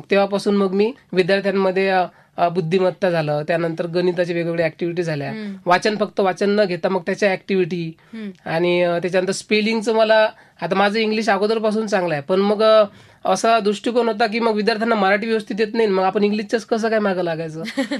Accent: Akola district, Maharashtra, India; moved away as an adult; now in Nandgaon, India; मी तसा मूळचा अकोला जिल्ह्याचा.

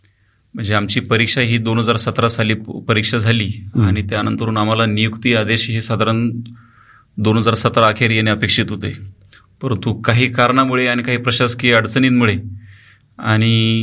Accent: Nashik district, Maharashtra, India; नाशिक जिल्ह्यात मालेगाव तालुक्यात आमचं एक सोनोज म्हणून गाव आहे, खेडेगाव आहे. त्या खेडेगावात आम्ही लहानाचे मोठे झालो.

